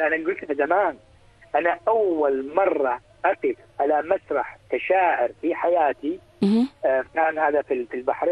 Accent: Jordan; أنا كأردنيين

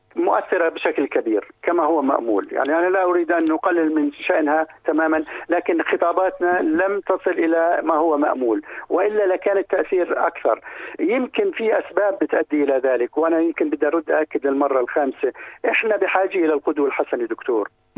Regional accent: Jordan; وانا دائما بقول بنلوم دائما الدولة سواء عندنا في الأردن او غيرنا.

